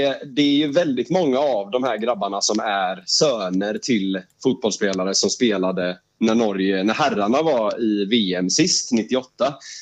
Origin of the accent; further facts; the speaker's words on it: Norway; jag är ju inringd som norrman främst då egentligen.